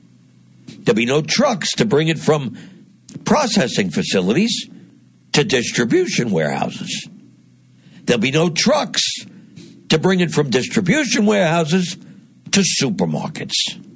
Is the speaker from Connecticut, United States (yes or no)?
no; New Jersey, United States; born there; now in Northeast Pennsylvania, United States; my home state of New Jersey